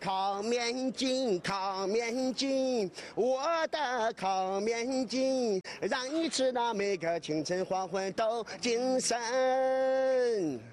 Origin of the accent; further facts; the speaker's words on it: Xinyang, Henan, China; 我来自河南信阳淮滨县